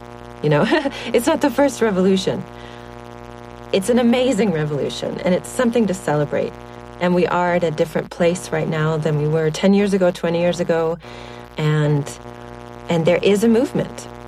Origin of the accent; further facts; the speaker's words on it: Anchorage, Alaska, United States; Inupiaqarunga … I grew up in Anchorage, Alaska.